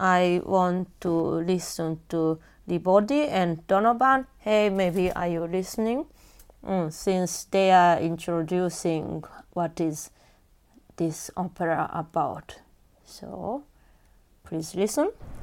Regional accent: Japan; moved away; I come from Japan

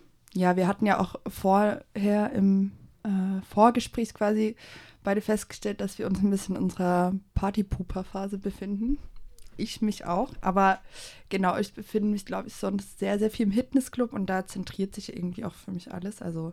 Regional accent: Glauchau, Saxony, Germany; now in Leipzig, Germany; Ja, ich bin im sächsischen Umland aufgewachsen. Ja, was soll man dazu sagen? relativ unspannend, eine kleine Vorstadt, sehr industriell geprägt

